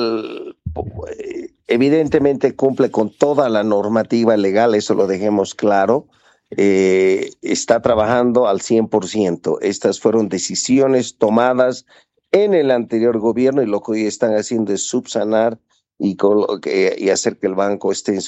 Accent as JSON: {"language": "Spanish", "region": "Potosí", "country": "Bolivia", "said": "Me da pena porque yo soy potosino y esa es una herida que llevamos los potosinos"}